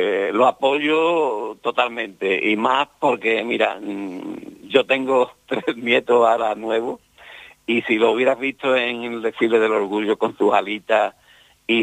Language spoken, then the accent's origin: Spanish; Andalusia, Spain; accent: Andalusian; yo no hablo malamente el castellano, yo hablo andaluz. Yo hablando luz porque soy andaluz